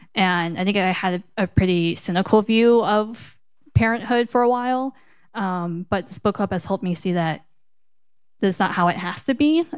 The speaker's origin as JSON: {"language": "English", "region": "Midwest", "country": "United States", "tie": "born or raised there", "said": "I grew up in my parents' nail salon surrounded by other Vietnamese folks. But I grew up in the Midwest, actually."}